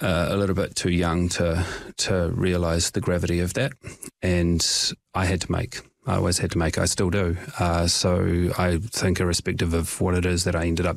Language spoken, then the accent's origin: English; Dunedin, Otago, New Zealand; I grew up here in Dunedin